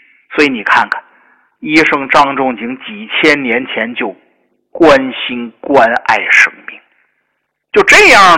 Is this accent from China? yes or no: yes; China